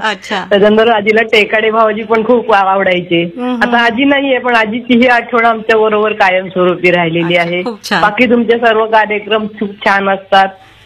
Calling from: Chaul, Maharashtra, India; मी अलिबाग वरून बोलते, अलिबाग चौल वरून

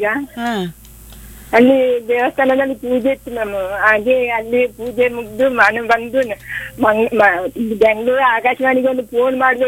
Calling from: Puttur, Karnataka, India; ನಾನೇ ಪುತ್ತೂರಿನಿಂದ … ಮಾತಾಡಿದ್ದು.

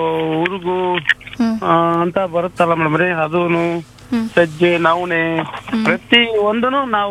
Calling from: Hanumanthapura, Karnataka, India; ಒನ್ನೂರಲ್ಲಿ madam ಅವರೇ, ಹನುಮಂತಾಪುರದಿಂದ.

